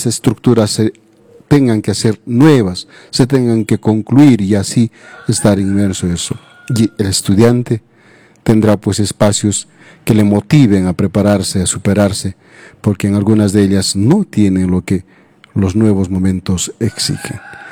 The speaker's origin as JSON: {"language": "Spanish", "town": "Calca", "region": "Cusco", "country": "Peru", "said": "7:33 de Calca, nuestra tierra, cultura de mi tierra"}